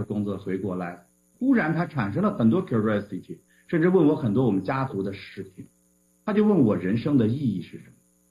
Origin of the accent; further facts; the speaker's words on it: China; 我们中国人